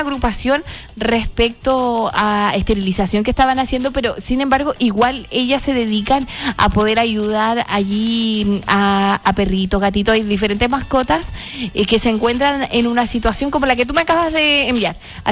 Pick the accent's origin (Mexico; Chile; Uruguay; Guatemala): Chile